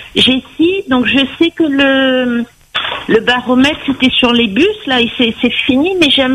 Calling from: Saint-Leu, Réunion; je parle pour la population de Saint-Leu.

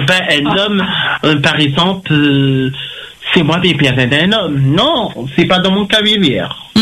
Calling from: La Possession, Réunion; Moi, j'habite à La Possession.

